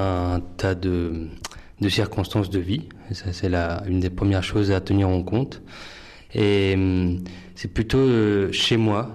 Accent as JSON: {"language": "French", "country": "Spain", "tie": "born or raised there", "said": "Donc j'ai commencé bien évidemment, comme vous l'avez dit, par le folklore dans ma ville natale en Espagne."}